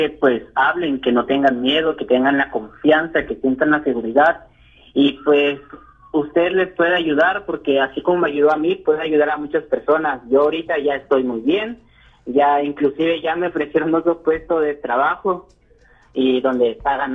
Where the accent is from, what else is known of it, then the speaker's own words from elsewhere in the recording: Fort Worth, Texas, United States; Pues yo soy de Fort Worth